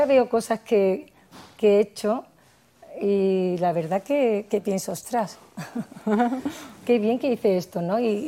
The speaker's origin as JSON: {"language": "Spanish", "region": "Andalusia", "country": "Spain"}